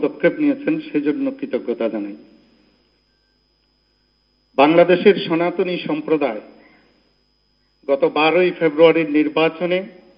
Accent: Cox's Bazar district, Chittagong Division, Bangladesh; born there; আমি গর্ববোধ করি আমার বাড়ি ওনার জেলায়।

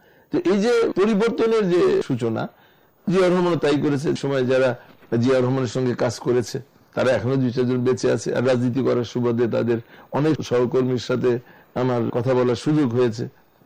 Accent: Bangladesh; আমরা অবশ্যই বাঙালি, কিন্তু আমরা বাংলাদেশি

